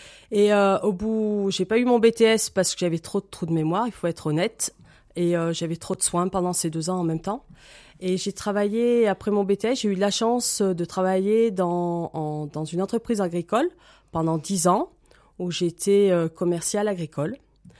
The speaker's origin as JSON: {"language": "French", "town": "Sainte-Sigolène", "region": "Auvergne-Rhône-Alpes", "country": "France", "tie": "born or raised there", "said": "moi, je suis originaire de la Haute-Loire depuis que je suis toute petite. J'habitais à Sainte-Sigolène."}